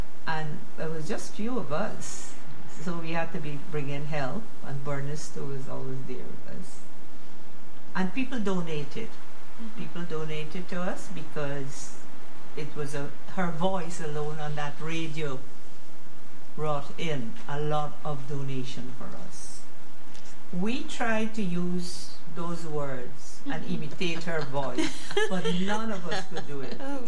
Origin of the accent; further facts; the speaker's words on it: East Berbice-Corentyne, Guyana; I came from Region 6